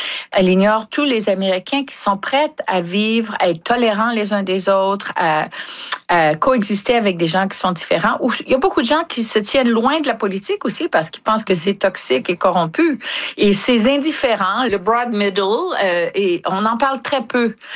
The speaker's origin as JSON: {"language": "French", "region": "Quebec", "country": "Canada", "moved": "yes", "lives_now": "United States", "said": "Moi, en tant que Québécoise qui vit aux États-Unis depuis 40 ans"}